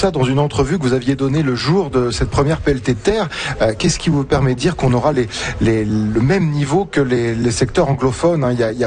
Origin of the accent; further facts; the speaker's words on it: France; moved away as an adult; now in Canada; Moi, je suis français